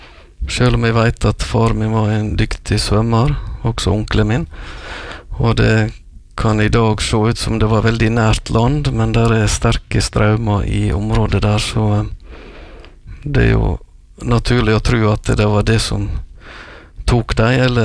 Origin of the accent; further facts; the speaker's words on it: Ulsteinvik, Møre og Romsdal, Norway; born there; hjemme I Stovå på Ulstein